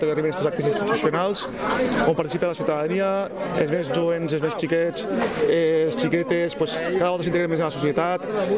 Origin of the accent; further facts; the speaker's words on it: Pego, Valencian Community, Spain; que vivim com a pegolins, com a valencians que som, espanyols que també ho som.